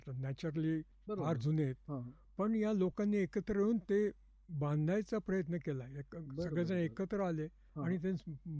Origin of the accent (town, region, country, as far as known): Ahmednagar, Maharashtra, India; moved away as an adult; now in France